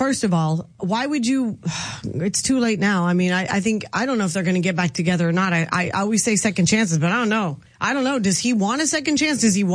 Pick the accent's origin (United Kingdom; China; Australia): United Kingdom; England; now in United States; I'm from England and I'm visiting the States as an exchange student.